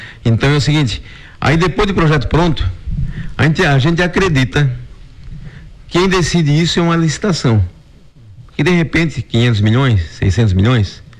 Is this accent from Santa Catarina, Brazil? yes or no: yes; Jaguaruna, Santa Catarina, Brazil; vinha de Jaguaruna